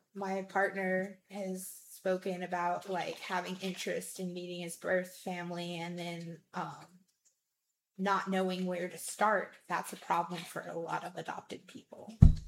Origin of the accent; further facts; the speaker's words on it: Deep South, United States; now in West Coast, United States; Like, we're here on the West Coast right now. I am from the Deep South.